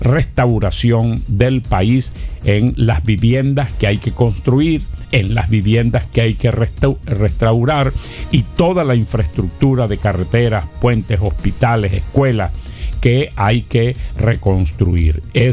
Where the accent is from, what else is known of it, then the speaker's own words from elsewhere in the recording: Brazil; now in Maracaibo, Venezuela; Acuérdense que yo soy de Brasil.